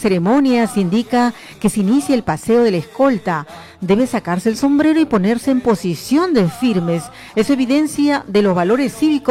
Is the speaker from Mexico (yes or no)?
no; Tacna, Peru; los valores cívicos que debemos tener presente como buenos peruanos y sobre todo como buenos tacneños.